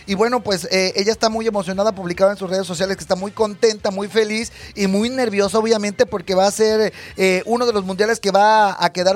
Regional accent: Mexico; ya saben cómo somos los mexicanos

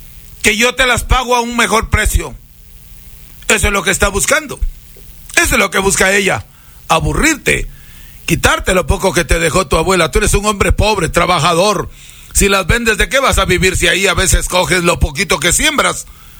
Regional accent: Huancabamba, Piura, Peru; now in Salcedo, Ecuador; soy peruano huancabambino bautizado en la Laguna Blanca, Laguna El Chimbe, Laguna El Toro, Laguna La Palangana.

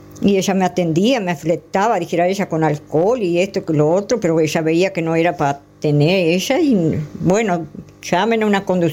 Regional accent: Quebracho, Cerro Largo, Uruguay; now in Fraile Muerto, Uruguay; No, en Quebracho, en la zona de Quebracho. Éramos como 12 hermanos, familia humilde

